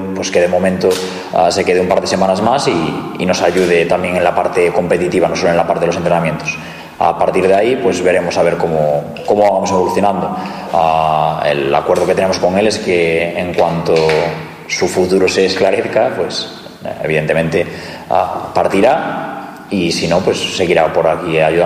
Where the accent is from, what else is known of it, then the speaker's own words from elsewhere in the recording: Galicia, Spain; Como gallego, no quiero ser más gallego que el Orballo, pero te diré que depende.